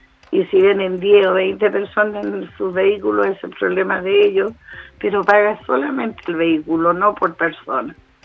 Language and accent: Spanish; Los Lagos, Chile; somos la gente de Río Blanco